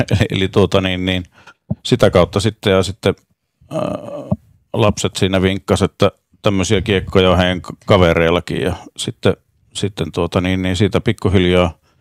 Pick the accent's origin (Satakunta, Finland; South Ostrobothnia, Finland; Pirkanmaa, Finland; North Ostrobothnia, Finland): North Ostrobothnia, Finland; Oulu; kotikaupungissani Oulussa